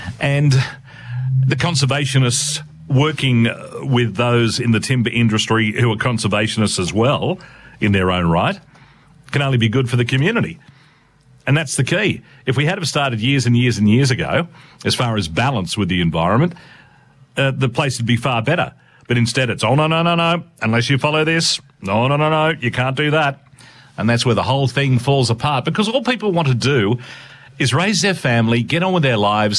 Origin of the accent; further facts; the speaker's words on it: Yorkshire and the Humber, United Kingdom; As a young lad, I grew up in North Yorkshire near a large forest.